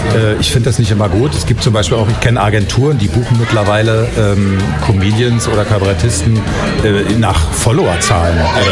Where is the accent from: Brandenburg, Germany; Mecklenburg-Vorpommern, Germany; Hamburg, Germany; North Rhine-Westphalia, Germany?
Brandenburg, Germany; Frankfurt; Und wir sagen dann Frankfurt oder.